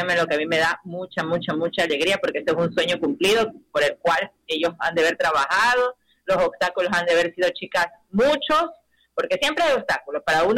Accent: Ecuador; aquí como ecuatorianos tenemos representantes internacionalmente

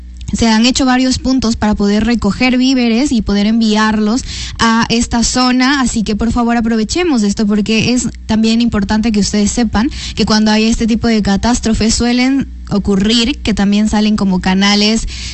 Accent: Ecuador; demostrar la solidaridad también que tenemos pues como ecuatorianos y ecuatorianas

